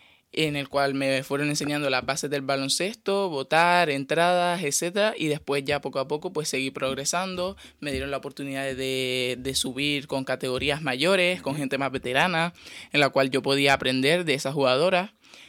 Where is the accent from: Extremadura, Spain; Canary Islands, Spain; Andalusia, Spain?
Canary Islands, Spain; Teror; representar a mi pueblo, Teror.